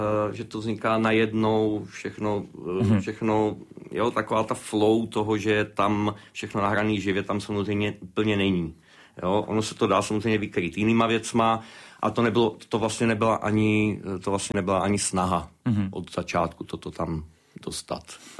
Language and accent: Czech; Heřmanův Městec, Pardubice Region, Czechia; kde máme oba dva vlastně původní rodiště. Já jsem z Chrudimi, vlastně z Hrzmanova městce.